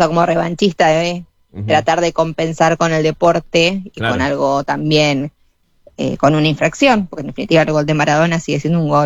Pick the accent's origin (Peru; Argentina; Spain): Argentina; uno como argentino